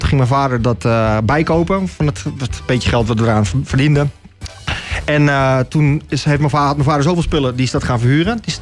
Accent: Haarlem, North Holland, Netherlands; Ik kom zelf uit Haarlem, geboren en getogen.

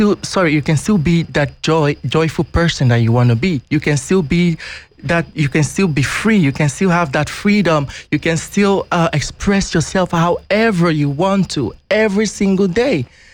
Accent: Nigeria; now in Netherlands; I come from Nigeria.

